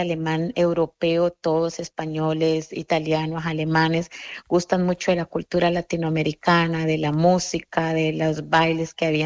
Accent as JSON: {"language": "Spanish", "country": "Colombia", "lives_now": "Hamburg, Germany", "said": "Bueno, eso fue una idea como latinoamericana, como colombiana"}